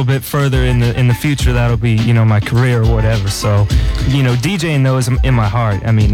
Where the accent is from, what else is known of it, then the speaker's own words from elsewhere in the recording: Davis, California, United States; I'm from a place called Davis, California, which is about, easily to describe, it's about 15 miles away from Sacramento.